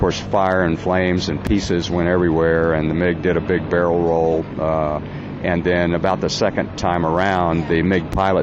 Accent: Bowling Green, Kentucky, United States; project that I'm working on now in Bowling Green, Kentucky, my hometown, called Aviation Heritage Park

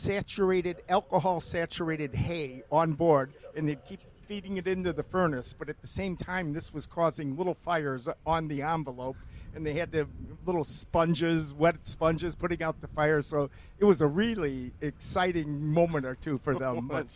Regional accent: Chicago, Illinois, United States; I'm originally from Chicago.

